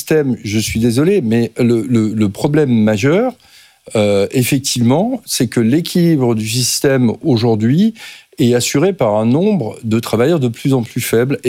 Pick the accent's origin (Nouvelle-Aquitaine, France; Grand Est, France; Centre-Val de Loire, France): Grand Est, France; moi je suis alsacien